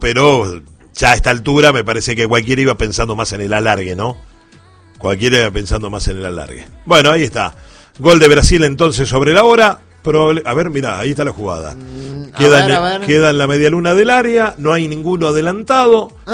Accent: Argentina; Somos argentinos, los argentinos nos tocamos, nos abrazamos, nos palmeamos.

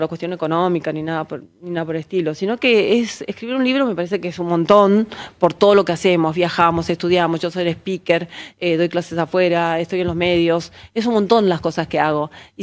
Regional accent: Buenos Aires, Argentina; yo soy porteña, pero soy hija de Correntina.

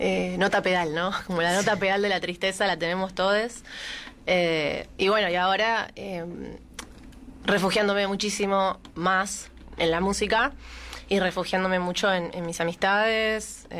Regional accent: Lomas de Zamora, Buenos Aires Province, Argentina; Vengo de Loma de Zamora

